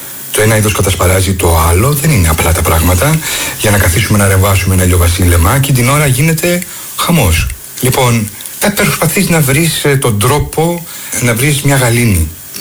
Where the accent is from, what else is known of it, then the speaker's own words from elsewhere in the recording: Rhodes, South Aegean, Greece; born there; Γεννήθηκα στη Ρόδο εκ παραδρομής. Ήμουν η δεύτερη εγκυμοσύνη της μητέρας μου.